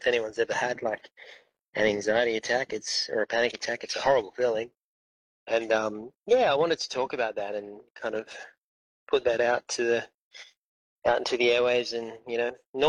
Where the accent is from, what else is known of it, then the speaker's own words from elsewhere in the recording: Western Australia, Australia; now in Fremantle, Australia; We're from Wadandi, Bibbulmun country. So my mum was born down in Collie. These days I'm living in Wailup in Whadjuk Noongar country up in near Fremantle and Hammy Hill to be precise.